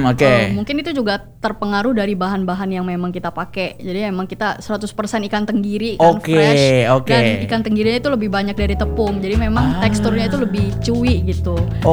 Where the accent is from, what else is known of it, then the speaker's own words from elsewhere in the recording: Jambi, Indonesia; born there; Iya, lahirnya di Jambi.